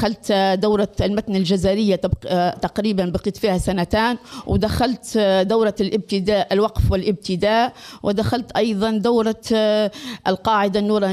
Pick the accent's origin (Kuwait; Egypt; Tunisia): Tunisia; Jemna, Kebili Governorate; moved away as an adult; now in Zaghouan Governorate, Tunisia; أنا من الجنوب، من ولاية قبلي، من منطقة جمنة تحديدا